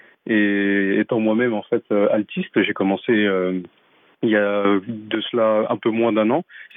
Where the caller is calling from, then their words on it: Paris, Île-de-France, France; j'habite à Paris.